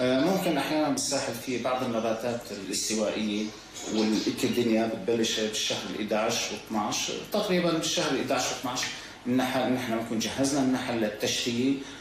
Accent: Homs, Homs Governorate, Syria; عندنا في حمص

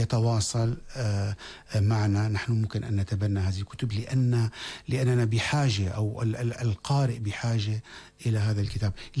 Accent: Syria; ونحن كسوريين يعني يقولوا عنا في الخارج بأنكم الأقرب تحدثا بلهجتكم العامية إلى اللغة العربية الفصحى.

